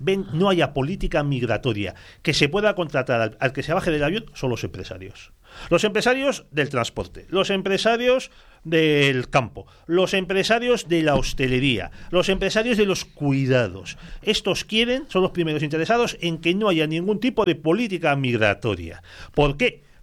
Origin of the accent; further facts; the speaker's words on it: Bilbao, Basque Country, Spain; yo como soy de Bilbao